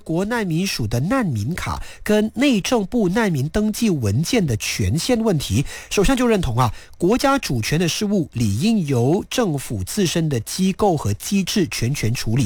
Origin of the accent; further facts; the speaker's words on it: Malaysia; 我们马来西亚人